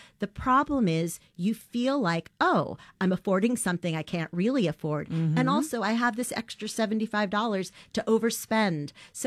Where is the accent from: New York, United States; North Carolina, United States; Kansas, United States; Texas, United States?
New York, United States; New York City; I've been to about 35 New York City high schools, a lot of them in Queens, my hometown.